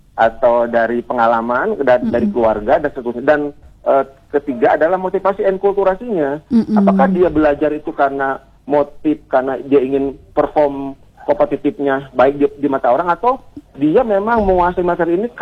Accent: Tasikmalaya, West Java, Indonesia; Seringkali saya bawa ke daerah saya acara kan ada hajat lembur di Cepat Tuja di Tasik nih.

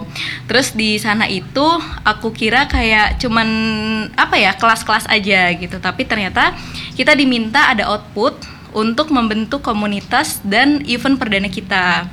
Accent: Subang, West Java, Indonesia; moved away; also born or lived in Cirebon; Iya, karena aku orang Subang, tapi pernah sekolah di Cirebon.

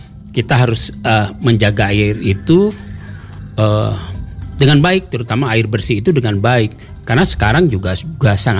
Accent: Cimahi, West Java, Indonesia; moved away as an adult; ketika tahun 2010 saya pulang kampung gitu ke Cimahi

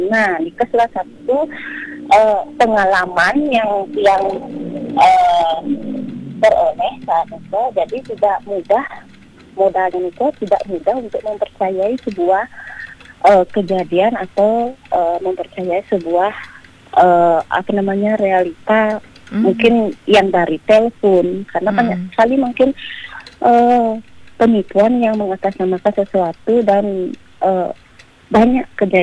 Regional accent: Gianyar, Bali, Indonesia; Nah, kebetulan kita dari Gianyar.

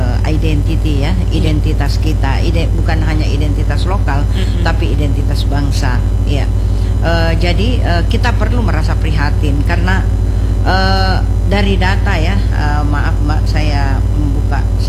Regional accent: South Sulawesi, Indonesia; accent: Makassar; Padahal kita juga punya logat seperti ini. Saya kan sudah

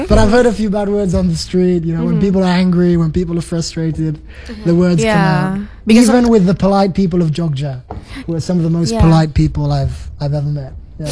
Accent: Italy; Yeah, I'm from Italy.

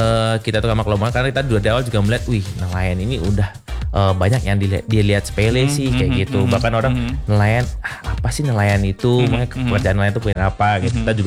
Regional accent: Banyuwangi, East Java, Indonesia; born or raised there

